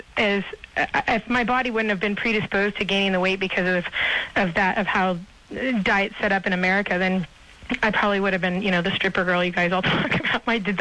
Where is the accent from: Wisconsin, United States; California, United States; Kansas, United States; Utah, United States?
California, United States; Chico; moved away as an adult; my hometown of Chico